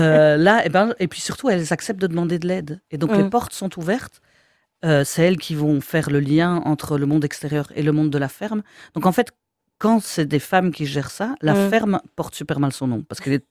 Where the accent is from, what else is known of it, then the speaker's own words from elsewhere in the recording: Wallonia, Belgium; on part de la province de Luxembourg, je fais des études à Louvain-la-Neuve, il faut que j'enlève mon accent.